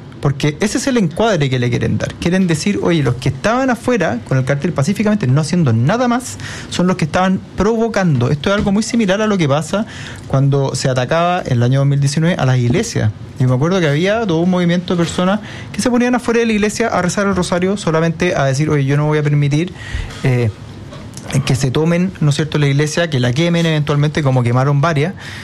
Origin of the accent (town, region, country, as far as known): Chile